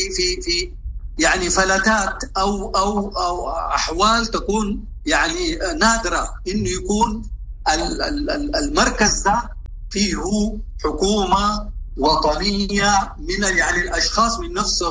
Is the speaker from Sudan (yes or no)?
yes; Sudan; دي نحن عندنا في السودان ما حصلت منذ الاستقلال والى اليوم.